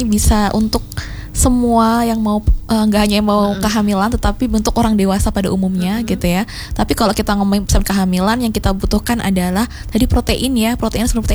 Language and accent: Indonesian; Trenggalek, East Java, Indonesia; Karena saya dari Trenggalek kebetulan.